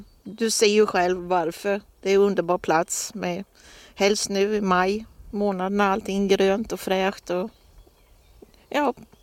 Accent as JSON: {"language": "Swedish", "town": "Djupträsk", "country": "Sweden", "tie": "born or raised there", "moved": "yes", "said": "jag har ju bott här när jag var liten och växte upp här. Och sen har jag varit borta härifrån typ 30-40 år. Jag bodde någon annanstans ett tag. Men nu, efter alla dessa år, så är jag tillbaka hemma."}